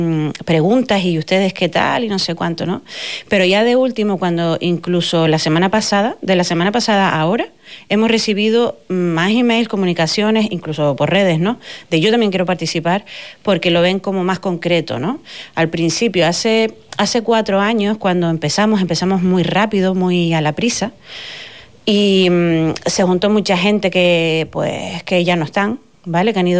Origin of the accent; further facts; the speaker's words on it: Canary Islands, Spain; y dentro de Drago Canarias, pues nosotros somos los majoreros, digamos, ¿no?